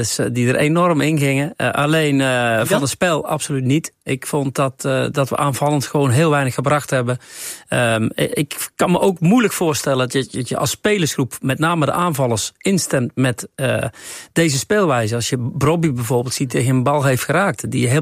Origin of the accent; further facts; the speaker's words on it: Netherlands; Maar nog steeds zijn wij Nederlanders. En nog steeds willen wij het liefst vooruit.